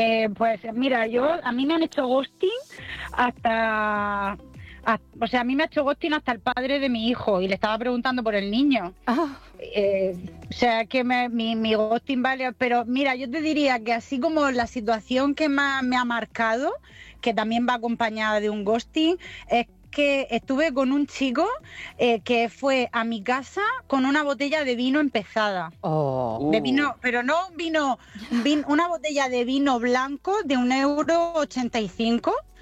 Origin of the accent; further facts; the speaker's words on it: Region of Murcia, Spain; now in Granada, Spain; Pues mira, ahora mismo estoy desde en Granada. En Granada parada estoy.